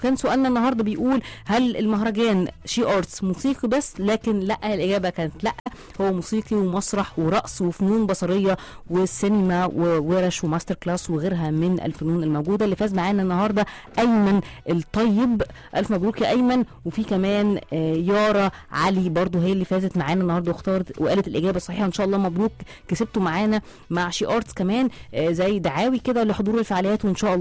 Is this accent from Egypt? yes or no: yes; Egypt; عن تاريخنا وإرثنا كمصريين.